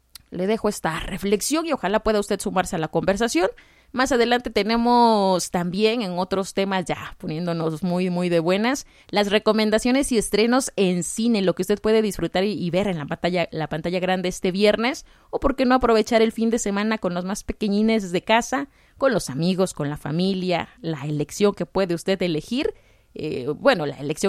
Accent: Oaxaca, Mexico; nosotros como oaxaqueños

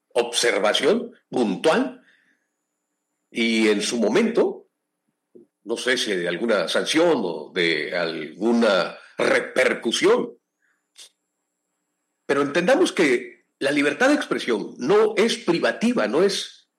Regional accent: Mexico

